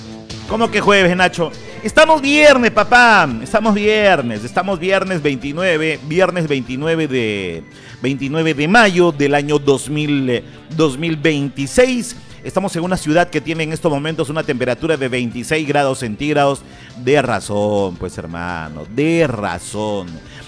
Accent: Peru

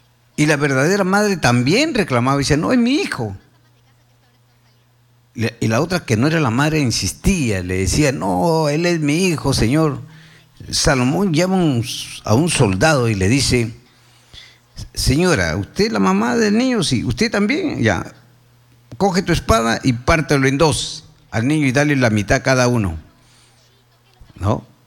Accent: Peru; somos partícipes, parte de este Perú

